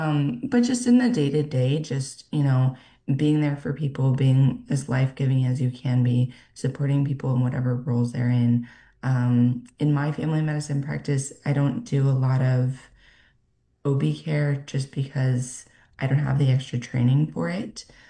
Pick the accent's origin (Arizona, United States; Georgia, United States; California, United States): Arizona, United States; also born or lived in Washington / Denver; now in Idaho, United States; I'm originally from Arizona. Like I said, trained out in Washington, lived in Denver for a little while.